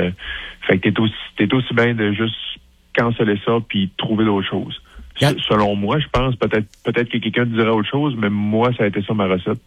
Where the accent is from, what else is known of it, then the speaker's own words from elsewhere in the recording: Quebec, Canada; je suis un petit gars de région, je viens du Saguenay-Lac-Saint-Jean